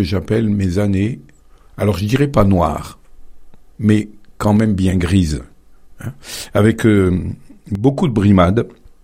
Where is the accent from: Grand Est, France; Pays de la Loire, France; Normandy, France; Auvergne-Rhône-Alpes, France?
Auvergne-Rhône-Alpes, France; Batternay; born there; Alors, je suis né à Batternay, je suis un petit village du Nord Drôme.